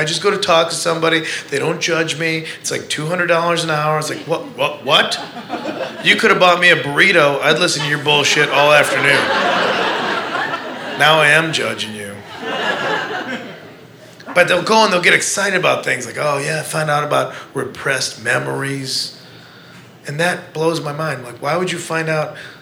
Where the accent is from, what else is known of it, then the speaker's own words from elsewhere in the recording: Midwest, United States; Like everybody, I'm from the Midwest, and so it's weird to come out here